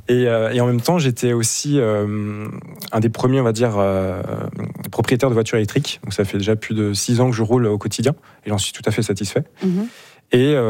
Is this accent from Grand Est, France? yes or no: yes; Grand Est, France; now in Strasbourg, France; Et je suis monté à Strasbourg parce qu'à la base, je suis d'Alsace